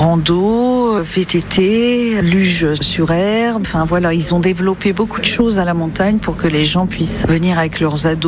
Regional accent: Samos, North Aegean, Greece; Ma destination paradisiaque, c'est la Grèce. Je suis originaire de l'île de Samos.

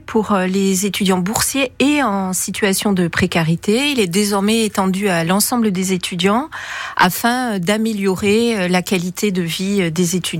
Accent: Quebec, Canada; moi pour ma part, comme je suis québécoise, je savais pas que mon personnage avait existé vraiment.

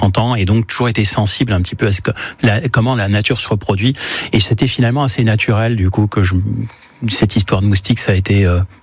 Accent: Dijon, Bourgogne-Franche-Comté, France; born there; moved away as an adult; now in Isère, France; je suis né à Dijon.

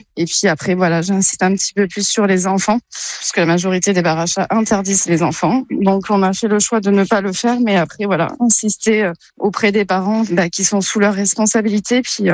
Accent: Provence-Alpes-Côte d'Azur, France; puisque nous venons du Var, on a quitté justement tout pour le projet et on a étudié tous les bars à chat qui existaient.

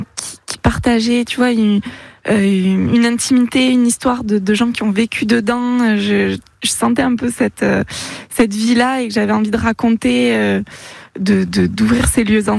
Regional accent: Occitanie, France; moved away as an adult; now in Basque Country, France; J'ai grandi dans le Gers

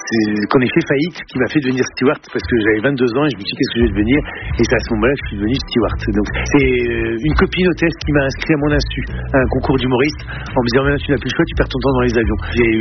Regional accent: Beaufort, Hauts-de-France, France; born there; moi je suis un vrai genre du Nord, parce que moi je suis né à Beaufort, à la frontière belge, à côté de Maubeuge, et je fais mes études à Lille, à Villeneuve-d'Ascq et Lille-Froid, donc tu vois, je suis un vrai de ce Nord.

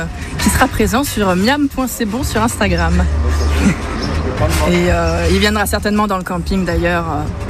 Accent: Auvergne-Rhône-Alpes, France; On n'est pas belge, on est auvergnat, pure souche d'ailleurs

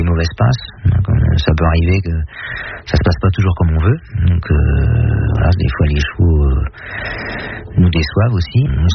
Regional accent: Avranches, Normandy, France; C'était en plus chez moi, à Avranches. Donc oui, je ne pouvais pas l'oublier.

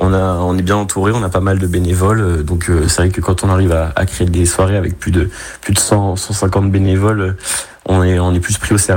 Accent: La Garnache, Pays de la Loire, France; Je suis originaire de la Garnache, à côté de Chalands.

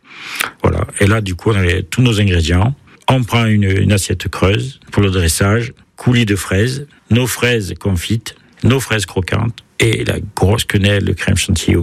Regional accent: Carpentras, Provence-Alpes-Côte d'Azur, France; now in Savigny-sous-Faye, France; je suis originaire de Carpentras, pays de la fraise.

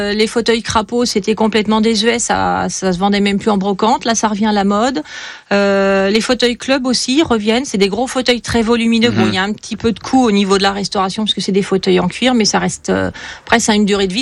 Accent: Neuvy, France; Oui, tout à fait. Mes parents étaient artisans charcutier traiteur à Neuvy.

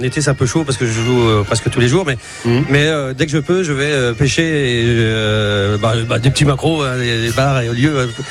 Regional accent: Quimper, Brittany, France; now in Trégastel, France; je suis de Quimper aussi de base, ouais.

